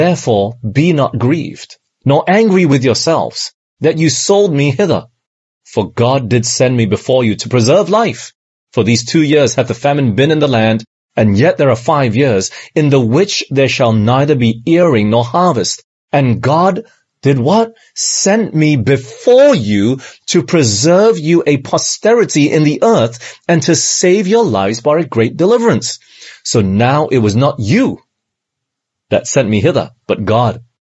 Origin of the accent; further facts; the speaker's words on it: Penang, Malaysia; also born or lived in Singapore / England; I was born in Singapore. I'm actually Malaysian, but I was born in Singapore, and right after that we moved back to Malaysia here. We're in Penang for 2 years. And then after that, we moved to England for 5 years.